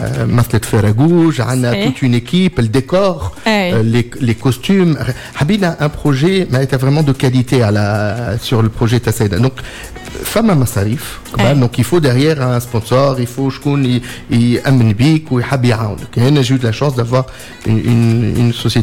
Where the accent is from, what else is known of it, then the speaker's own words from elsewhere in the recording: Bizerte, Bizerte Governorate, Tunisia; من احلى اصوات اللي عندنا في بنزرت